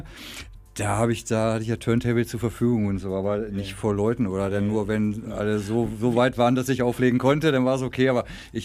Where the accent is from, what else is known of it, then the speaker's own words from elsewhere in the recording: Hanover, Lower Saxony, Germany; ich bin so ein Kind der 90er, also ich bin in Hannover groß geworden